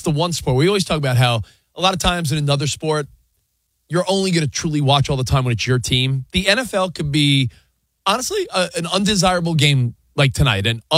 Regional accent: New York City, New York, United States; moved away; Growing up in New York

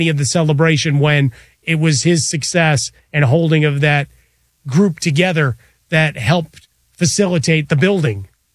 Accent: Chicago, Illinois, United States; born or raised there

